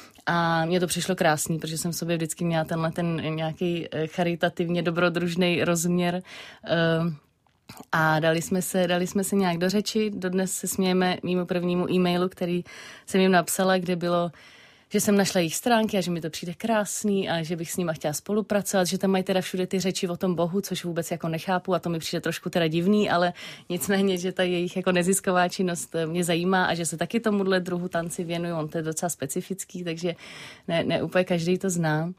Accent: Prague, Czechia; protože jsem vyrostla v Praze, nějak nemám ani vlastně nějakou jako tradiční víru převzato od prarodičů nebo tak.

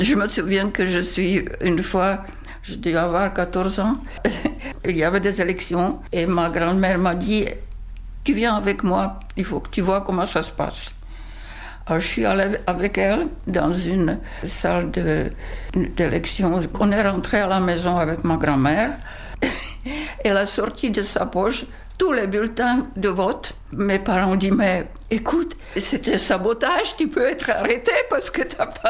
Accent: Plzeň, Plzeň Region, Czechia; moved away as an adult; now in France; je suis née en Tchécoslovaquie juste à la fin de la guerre 1944 dans une ville près de la frontière allemande, ville qui s'appelle Plzeň. Plzeň qui est une ville industrielle et très connue par ses grandes usines Skoda.

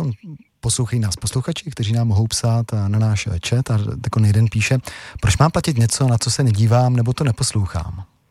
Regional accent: Vysočina Region, Czechia; now in Prague, Czech Republic; nyní žiju v Praze, pouštím si z Metropole, pořád, který jasně neřeší politiku, ale pustím se ho rád. Pocházím z Vysočiny

